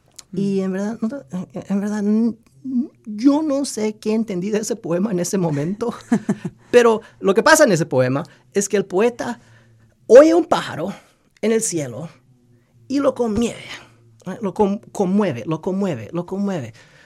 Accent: Los Angeles, California, United States; hablamos español en casa y crecí con culturas muy centroamericanas, pero en verdad yo crecí en Los Ángeles.

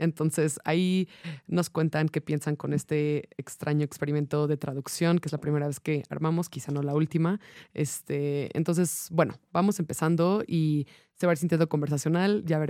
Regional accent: Edinburgh, Scotland, United Kingdom; Spanish is a second language; Claro, pues yo soy de Edimburgo, de Escocia

